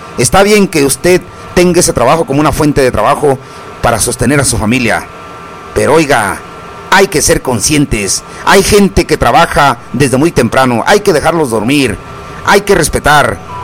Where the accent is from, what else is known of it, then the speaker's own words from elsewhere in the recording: Cherán, Michoacán, Mexico; Aquí vivimos en un pueblo. Es el pueblo de Cherán. No nos empecemos a comparar. Nosotros somos de Cherán.